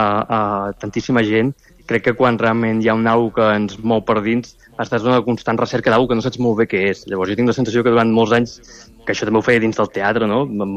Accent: Mataró, Catalonia, Spain

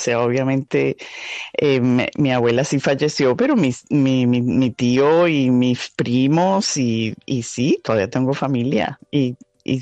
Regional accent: Colombia; nosotros como comunidad latina y especialmente los colombianos, pues nos unimos muchísimo a eso de que necesitamos tener esas voces

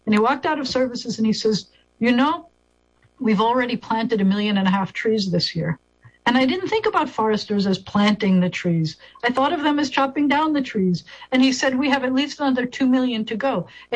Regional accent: New York, United States; now in Shreveport, United States; when I grew up in New York State

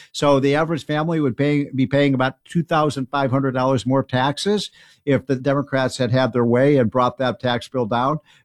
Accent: Chicago, Illinois, United States; I'm a Chicagoan, so I'm not a big fan of the Knicks. I'm a Bulls fan.

